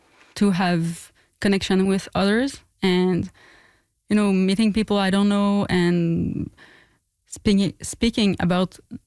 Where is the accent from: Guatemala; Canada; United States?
Canada; Quebec; Or maybe, you know, we grew up in Gaspésie, nearby the sea, and like a very beautiful place, but also a place where you can feel like very lonely and feel the boredom.